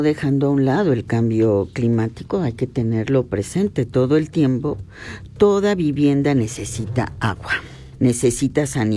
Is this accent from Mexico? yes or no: yes; Huehuetla, Hidalgo, Mexico; en la región Otomitepegua, donde yo soy originaria, por lo menos, claro, en el pueblo donde yo nací, Huehuetla